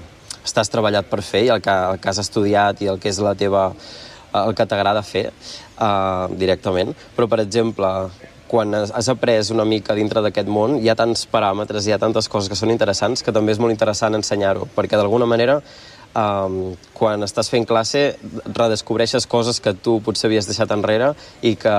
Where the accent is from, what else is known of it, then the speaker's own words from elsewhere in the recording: Tordera, Catalonia, Spain; sóc de Tordera.